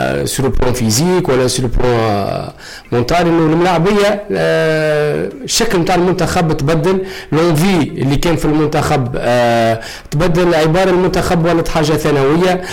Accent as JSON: {"language": "Arabic", "country": "Tunisia", "said": "نحن جمهور تونسي"}